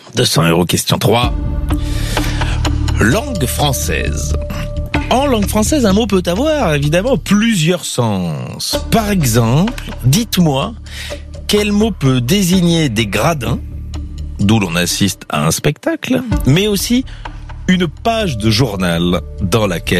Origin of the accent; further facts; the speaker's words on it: Brussels, Brussels-Capital Region, Belgium; Bruxelles, oui. Ma ville